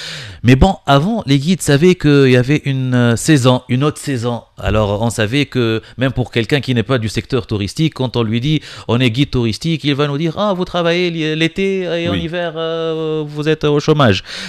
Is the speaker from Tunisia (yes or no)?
yes; Tunisia; la période de la basse saison chez nous en Tunisie.